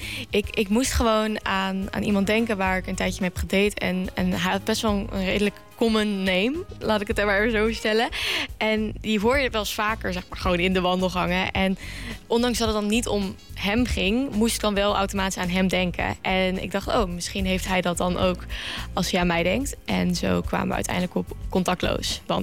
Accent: Bergen op Zoom, North Brabant, Netherlands; Ik kom zelf uit Bergen op Zoom, dus daar hebben we ook een hele leuke zaal.

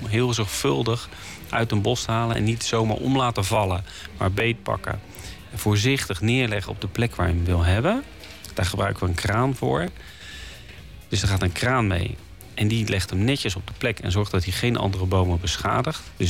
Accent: Netherlands; Want we gebruiken heel veel hout als Nederlanders, ongeveer een kubieke meter per jaar, voor allerlei zaken.

